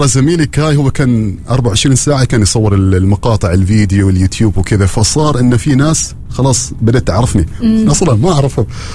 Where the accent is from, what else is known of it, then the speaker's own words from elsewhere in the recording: Oman; بلادنا سلطنة عمان